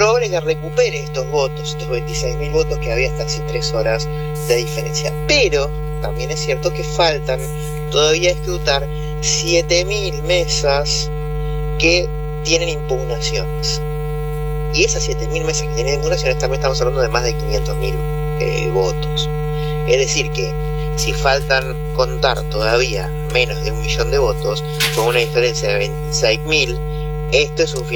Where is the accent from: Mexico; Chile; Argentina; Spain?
Argentina